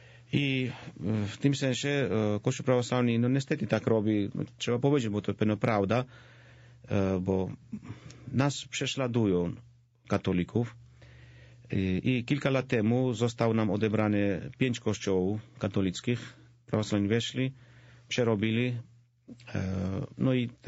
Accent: Georgia; Polish is a second language; Mieszkamy w mojej wiosce rodzinnej. Jestem proboszczem swojej wiosce rodzinnej.

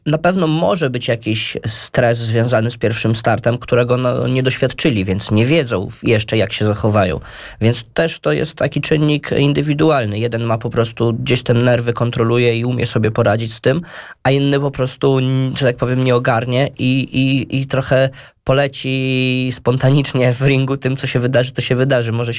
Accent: Łomża, Podlaskie Voivodeship, Poland; ale jesteśmy z Łomży, więc mamy stadion w Łomży.

